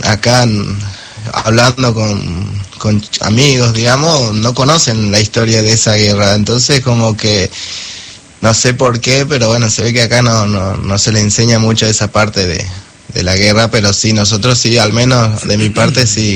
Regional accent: Paraguay; now in La Pampa, Argentina; en mi país se relaciona a la Argentina con más como con el porteño

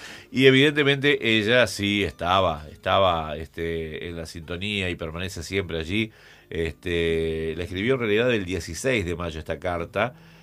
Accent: Monje, Santa Fe, Argentina; Es la ciudad cabecera del departamento San Jerónimo, donde pertenece mi pueblo. Soy de Monje.

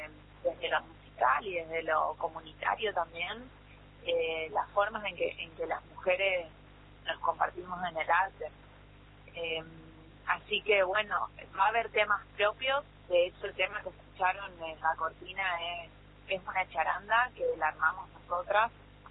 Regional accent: Corrientes, Argentina; O sea, yo soy la única correntina.

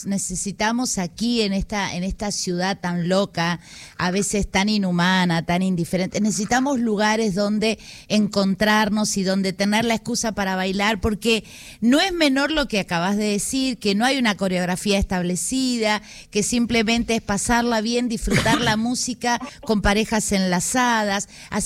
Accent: Buenos Aires, Argentina; Palermo, a 3 cuadras de donde yo nací, a 3 cuadras de mi colegio.

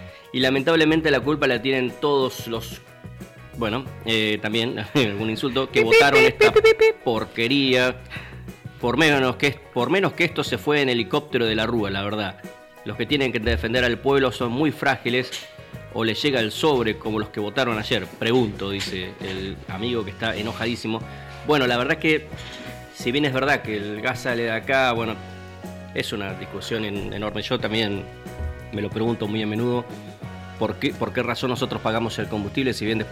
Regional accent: Argentina

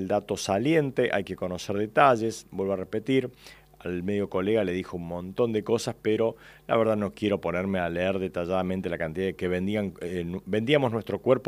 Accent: Argentina; como argentinos, somos totalmente subjetivos

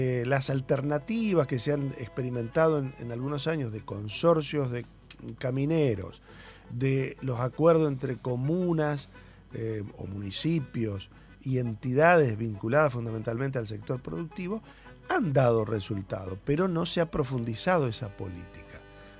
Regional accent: Sauce Pinto, Entre Ríos, Argentina; Yo siempre hablo de mi pueblo, de Sauce Pinto

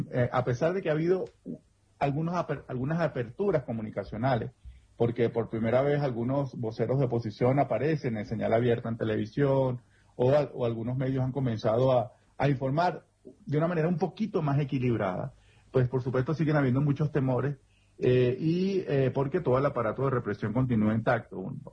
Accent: Venezuela; moved away

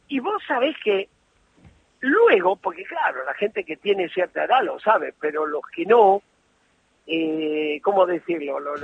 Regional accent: Boulogne Sur Mer, Buenos Aires Province, Argentina; also born or lived in Barracas, Buenos Aires; yo nací en Barracas, pero me crié en Boulogne. En Boulogne, cuando yo fui a vivir ahí, era un lugar muy descampado y había una gran cantidad de italianos.

